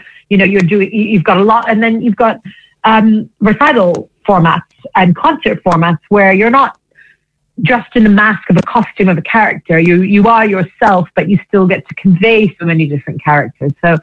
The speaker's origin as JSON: {"language": "English", "town": "Melbourne", "region": "Victoria", "country": "Australia", "moved": "yes", "said": "I'm from Melbourne."}